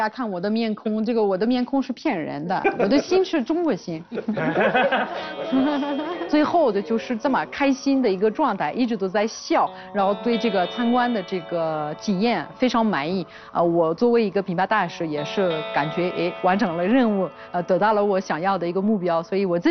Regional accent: France; Chinese is a second language; moved away; 我是比较有特色的法国人

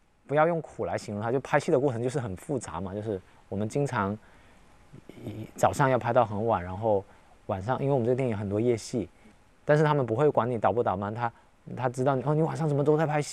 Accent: Guangdong, China; accent: Shantou; 因为都是潮汕人呐、但他很容易。我去到不同国家，我是会换着口音跟不同的潮汕人交流的，

